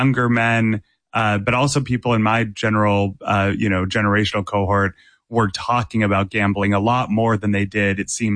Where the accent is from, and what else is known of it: Massachusetts, United States; born or raised there